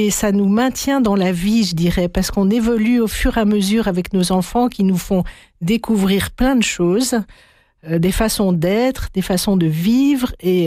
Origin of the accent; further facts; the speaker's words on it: Belgium; moi je suis française, donc mes parents sont parisiens, mais ma particularité c'est que j'ai grandi en Belgique. Donc j'ai été à l'école comme tous les enfants belges, et on revient très souvent en France, mais voilà, mes racines sont françaises, mon enracinement est en Belgique.